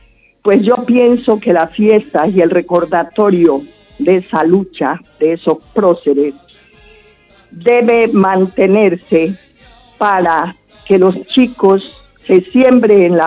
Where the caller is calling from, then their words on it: Rioverde, Esmeraldas, Ecuador; de Tambaco. Llamo desde Río Verde.